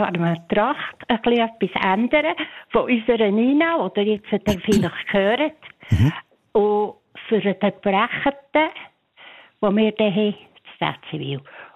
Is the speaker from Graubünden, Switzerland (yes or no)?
no; Gürbetal, Bern, Switzerland; also born or lived in Emmental; Ja, aber aufgewachsen bin ich im Görbetal.